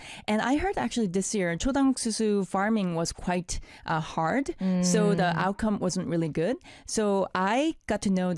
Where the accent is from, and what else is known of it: Daejeon, South Korea; born or raised there